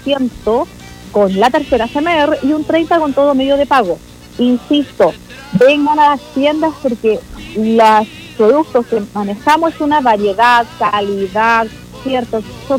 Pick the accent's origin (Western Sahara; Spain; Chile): Chile